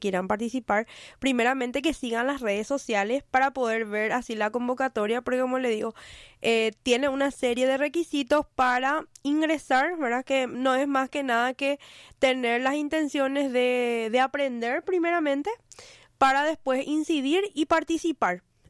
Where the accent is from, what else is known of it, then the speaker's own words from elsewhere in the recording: Asunción, Paraguay; moved away; yo soy del Bañado Sur, ¿verdad? Actualmente no estoy viviendo ahí, pero siempre mi corazón quedó ahí